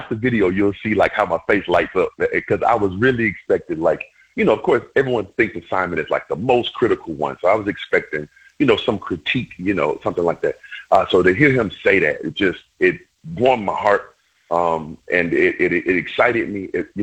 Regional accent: Alabama, United States; hey, man, where are you from? I go, I'm from Alabama.

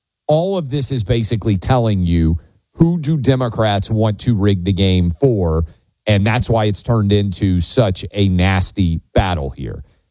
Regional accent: Tennessee, United States; My home state of Tennessee, she would win.

